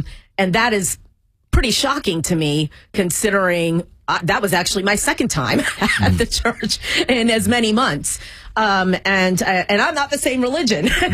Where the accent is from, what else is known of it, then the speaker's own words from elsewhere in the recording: Columbia, Maryland, United States; So I am from Columbia, Maryland, here, and that's actually in Howard County. And my parents actually settled in Howard County, Maryland